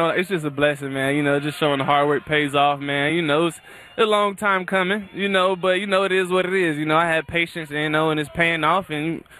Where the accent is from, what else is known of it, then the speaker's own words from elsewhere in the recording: Oklahoma, United States; also born or lived in Muskogee / San Diego; I was born in Muskogee, Oklahoma.